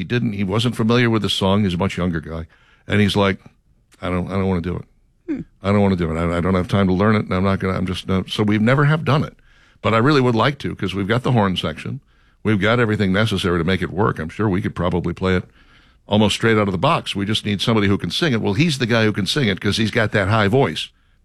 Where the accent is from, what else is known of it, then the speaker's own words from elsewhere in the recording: Flowery Branch, Georgia, United States; I'm from Flowery Branch, Georgia.